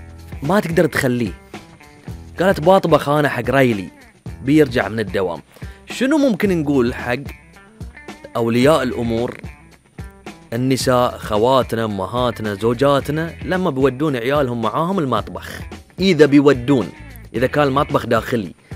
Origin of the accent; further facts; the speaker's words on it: Bahrain; عندنا في البحرين